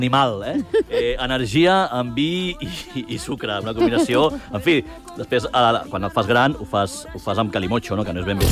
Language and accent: Catalan; Galicia, Spain; born there; moved away; Jo és que soc gallec